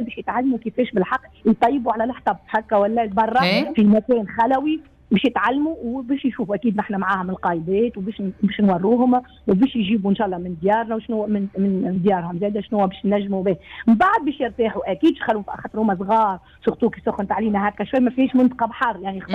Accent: Tunisia; كما نحن عندنا في تونس في الوطن

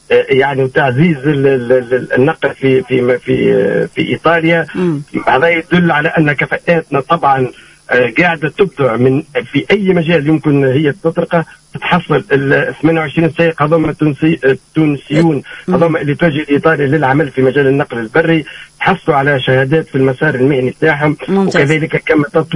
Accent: Tunisia; اللي عندنا في تونس

